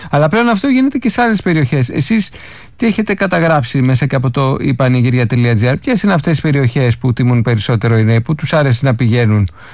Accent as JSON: {"language": "Greek", "town": "Athens", "region": "Attica", "country": "Greece", "said": "Εμείς που είμαστε, ναι, μεν βέρη Αθηναίοι, αλλά δεν την αντέχουμε τη ζέστη"}